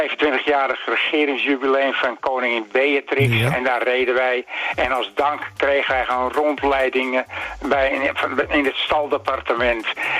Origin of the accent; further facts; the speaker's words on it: Amsterdam, North Holland, Netherlands; In mijn jeugd ben ik geboren in de Jordaan, net na de oorlog. En daar was armoed troef.